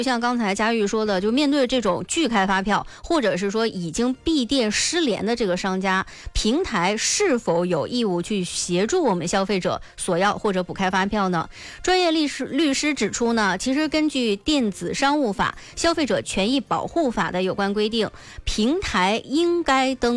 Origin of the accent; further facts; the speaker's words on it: Northeast China, China; 用咱们东北话说